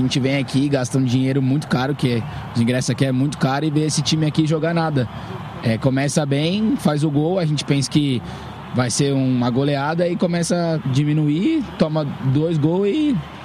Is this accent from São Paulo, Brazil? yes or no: yes; Taboão da Serra, São Paulo, Brazil; eu sou de Taboão da Serra.